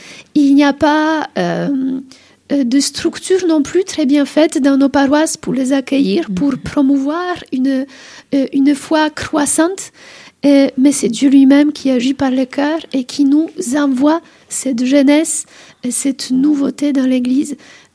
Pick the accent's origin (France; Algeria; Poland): Poland; moved away; je suis polonaise